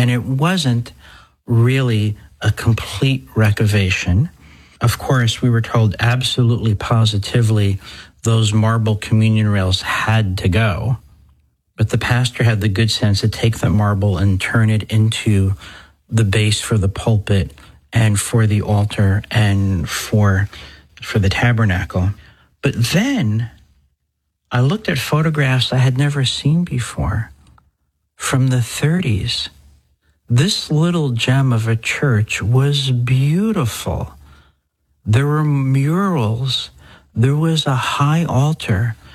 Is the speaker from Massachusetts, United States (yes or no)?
no; New Jersey, United States; The second parish I grew up in New Jersey